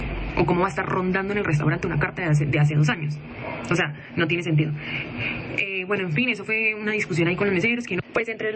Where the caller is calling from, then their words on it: Colombia; siendo también colombianos